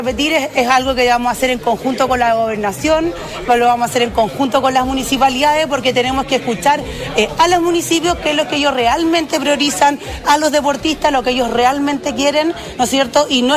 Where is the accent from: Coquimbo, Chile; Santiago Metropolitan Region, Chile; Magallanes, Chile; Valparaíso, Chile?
Valparaíso, Chile; San Felipe; Yo soy de San Felipe, vibramos con el voleibol, es parte de la cultura de la ciudad